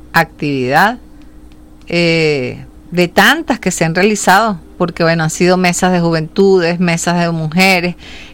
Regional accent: Venezuela; Somos venezolanos y venezolanas que, movidos por la solidaridad y convencidos de la necesidad de seguir construyendo agenda de lucha desde los pueblos de todo nuestro continente

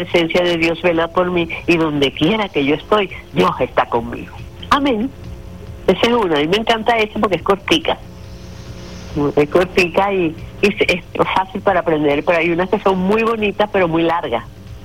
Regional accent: Carúpano, Sucre, Venezuela; Ya son muchos años haciendo radio en mi país, Venezuela. Yo soy carupanera del estado Sucre

